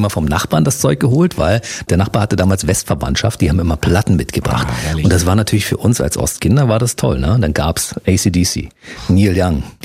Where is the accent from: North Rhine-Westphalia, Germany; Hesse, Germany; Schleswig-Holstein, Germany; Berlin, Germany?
Berlin, Germany; ich komme aus Berlin.